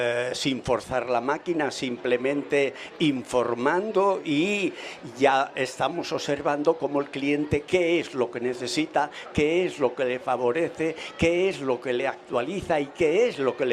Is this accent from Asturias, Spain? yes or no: yes; Aller, Asturias, Spain; born there; now in Oviedo, Spain; Yo soy del concejo de Ayer, nací en San Miguel de Nembra, soy el último de 7 hermanos, de una familia humilde y trabajadora